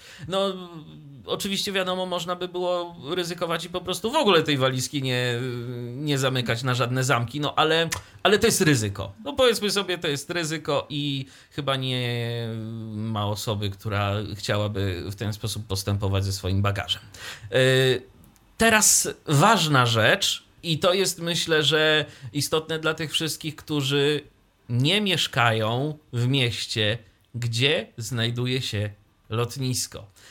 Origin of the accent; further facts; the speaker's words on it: Iława, Warmian-Masurian Voivodeship, Poland; A przypomnijmy, my jesteśmy z Iławy, my mieszkamy w Iławie